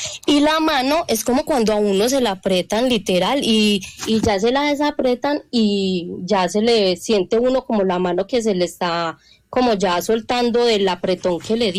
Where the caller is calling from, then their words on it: Medellín, Antioquia, Colombia; De San Javier.